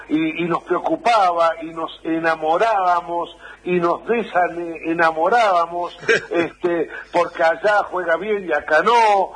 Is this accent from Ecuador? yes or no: no; Argentina; a los argentinos nos encanta